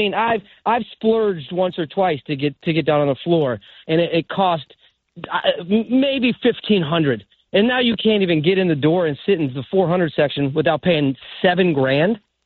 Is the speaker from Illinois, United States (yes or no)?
no; Tampa, Florida, United States; I'm from Tampa, like I said, and the team I watched before they had the Rays was the Yankees